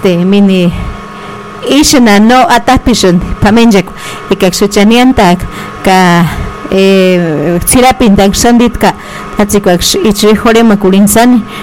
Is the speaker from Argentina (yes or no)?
no; Michoacán, Mexico; somos las cuatro regiones que conforman la meseta purépecha, y en las cuatro regiones tenemos nuestra diferente forma de hablar.